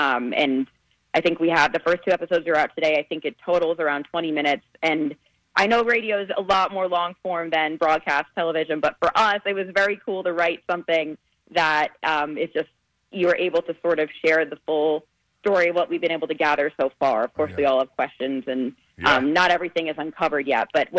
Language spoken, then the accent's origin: English; Long Island, New York, United States; moved away as an adult; also born or lived in Vermont; now in Connecticut, United States; I'm from Long Island, though, so I feel like I've been here a bunch. I feel good. I feel like I'm a New England person now, too.